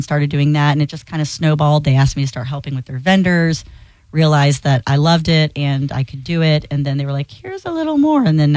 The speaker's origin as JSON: {"language": "English", "town": "Gainesville", "region": "Florida", "country": "United States", "tie": "born or raised there", "moved": "as an adult", "lives_now": "St. Petersburg, United States", "said": "I grew up in Gainesville, actually, and I would fish the ponds and lakes there as a little girl in Rodman's Dam, and then I moved to St. Pete about 15 years ago."}